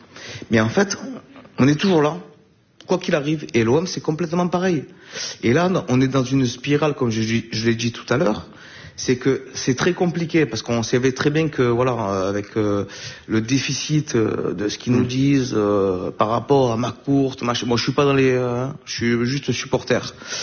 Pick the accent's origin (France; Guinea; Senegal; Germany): France; Marseille, Provence-Alpes-Côte d'Azur; moi déjà de base je suis Marseillais, je suis français, mais Marseille avant tout.